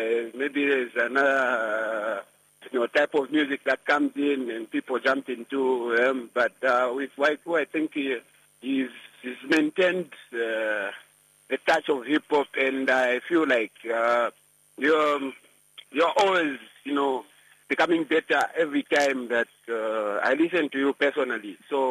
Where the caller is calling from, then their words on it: Lusaka, Lusaka Province, Zambia; I'm calling from Lusaka.